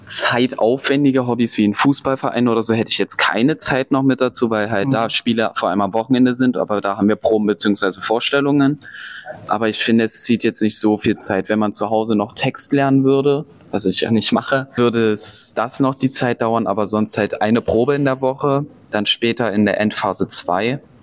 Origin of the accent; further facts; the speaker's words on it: Wölkau, Saxony, Germany; ich komme hier aus der Region, aus einem Ort Wölkau genannt. Ich weiß nicht, ob das irgendjemandem was sagt, ungefähr 5 Kilometer weg.